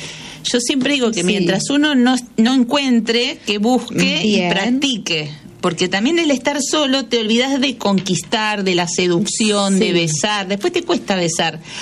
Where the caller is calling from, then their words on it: José C. Paz, Buenos Aires Province, Argentina; de José Cepaz, provincia de Buenos Aires.